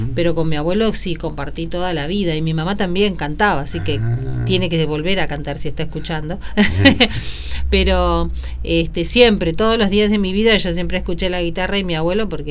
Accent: Vedia, Buenos Aires Province, Argentina; born there; now in Merlo, Argentina; vivimos en Merlo, Parque San Martín, pero bueno, yo soy nacida en Bedia, provincia de Buenos Aires, Bedia, ahí cerquita de Junín, pasando Junín, unos 65 kilómetros, pero vivo en Parque San Martín, Merlo.

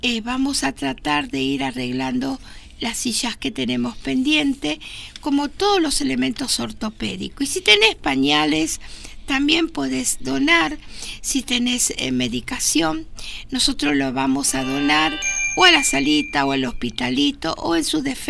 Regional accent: Argentina; cuando es el Mundial me apasiona como argentina que soy

